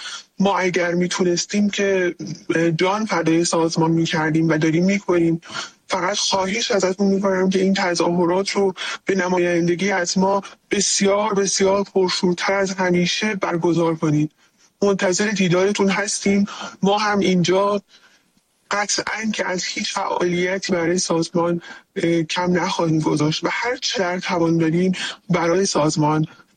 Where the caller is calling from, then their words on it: Tehran, Tehran Province, Iran; من یک کانون شورشی هستم، از تهران پیام میدم خدمتون